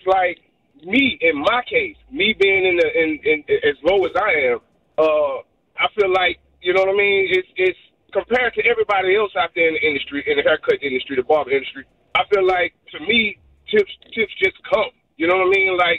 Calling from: Winston-Salem, North Carolina, United States; I'm from Winston

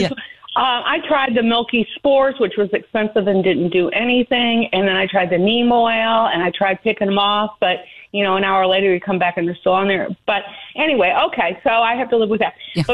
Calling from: Bucyrus, Kansas, United States; I am calling from Bucyrus, Kansas. So I'm calling long distance.

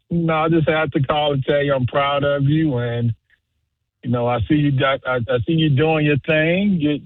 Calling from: Chicago, Illinois, United States; And I'm watching from Chicago.

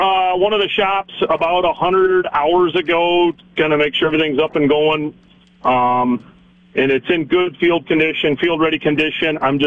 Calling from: Irene, South Dakota, United States; from Irene, South Dakota.

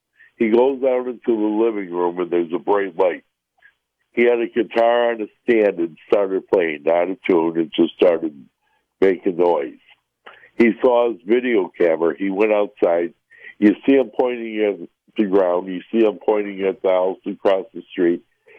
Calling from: Euclid, Ohio, United States; I live in Euclid, Ohio. It's outside of Cleveland. It's right on Lake Erie. I'm about 20 houses up from Lake Erie.

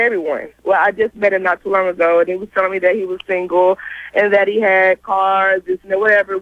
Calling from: Long Beach, California, United States; I'm calling from Long Beach.

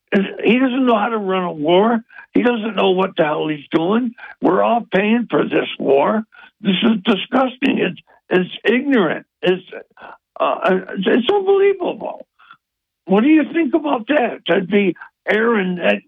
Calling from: Binghamton, New York, United States; Oh, hello … Binghamton.

